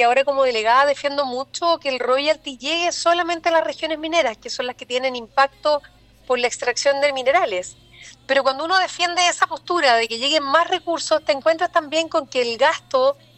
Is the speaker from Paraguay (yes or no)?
no; Atacama, Chile; quienes somos habitantes de Atacama